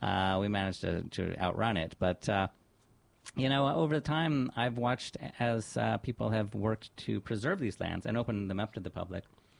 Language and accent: English; Ventura, California, United States; growing up in Ventura, I always saw the hillsides, you know, behind us.